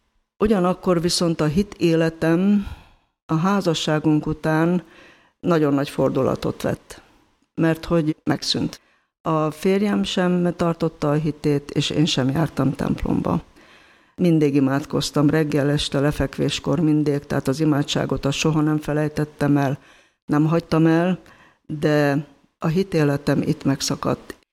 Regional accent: Budapest, Hungary; Egyedüli gyermek vagyok, viszont nagy családban nőttem fel, a nagyszüleimmel együtt éltünk 15. kerületben Rákospalotán, egy családi házban, édesanyámék szüleivel éltünk együtt

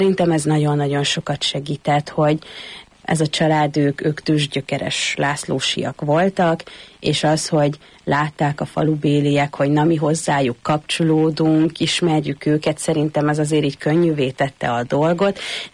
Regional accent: Borsod-Abaúj-Zemplén, Hungary; konkrétan a mi házunk mögött nincsen kerítés, ahol felnőttem, hanem ott így kezdődik a bükk. Osztszevasz. És akkor így mész kilométereket, mire Diósgyőrbe lyukadsz ki.

